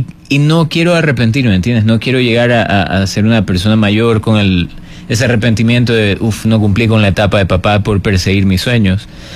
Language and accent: Spanish; Ecuador; moved away; Como un ecuatoriano que ha salido